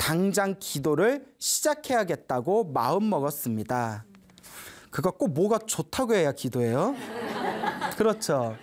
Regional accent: Argentina; 저는 아르헨티나에서 종교는 불교이지만 불법의 도리를 잘 모르는 집에서 태어났습니다. 그래서 가끔 현지에 있는 절에 가기도 했으나

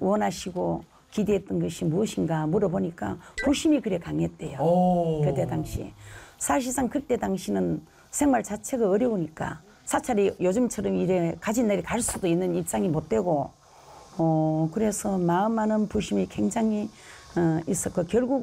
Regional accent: Cheongsong, North Gyeongsang, South Korea; moved away as an adult; now in Pohang, South Korea; 저는 청송이고 여기는 포항인데

